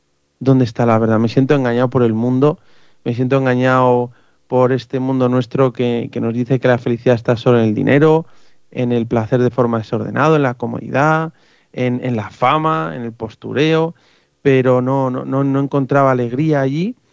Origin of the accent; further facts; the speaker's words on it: Madrid, Community of Madrid, Spain; Bueno, yo soy de Madrid, nací en una familia católica, 5 hermanos, mis padres son del Opus Dei, nos dieron formación católica desde pequeñitos